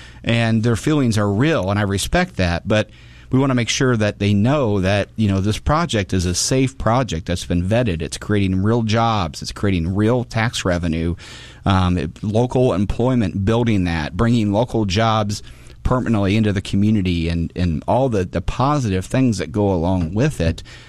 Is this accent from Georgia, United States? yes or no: no; Divernon, Illinois, United States; So, I grew up in Divernon. My parents both grew up in Springfield on the east and down on the Cabbage Patch.